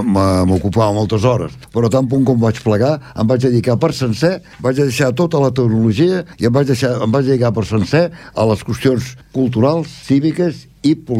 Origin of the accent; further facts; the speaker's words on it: L'Hospitalet de Llobregat, Catalonia, Spain; born there; now in Esplugues de Llobregat, Spain; No, jo vaig néixer al barri de la Torrassa de l'Hospitalet de Llobregat, el 6 del 3 del 33. Vaig néixer a la Torrassa, sóc enginyer industrial i resideixo a Esplugues des de l'any 1967.